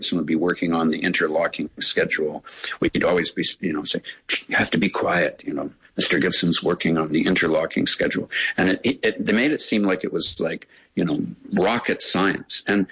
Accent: Hamilton, Ontario, Canada; Grew up in Hamilton

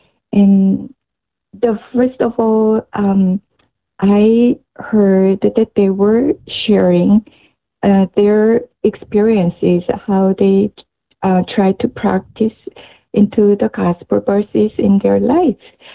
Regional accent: Daegu, South Korea; English is a second language; the children's gathering in the Folk Alari movement that was happening in my hometown, Daegu.

